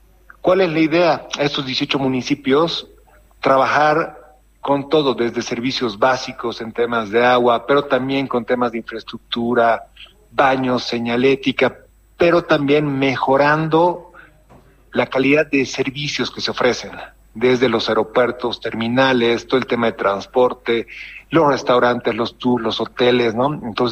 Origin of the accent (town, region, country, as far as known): Bolivia